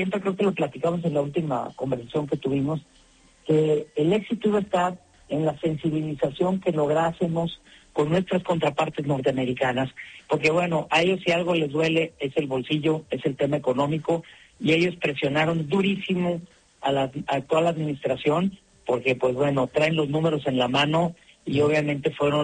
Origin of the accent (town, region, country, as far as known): Mexico